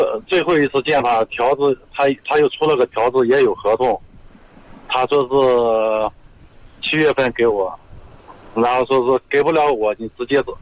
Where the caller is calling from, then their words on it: Wenxi, Shanxi, China; 我文溪的。